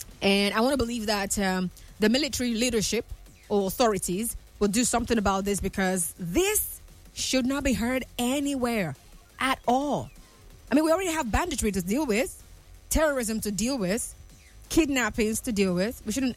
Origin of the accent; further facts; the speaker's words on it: Nigeria; I'm Nigerian.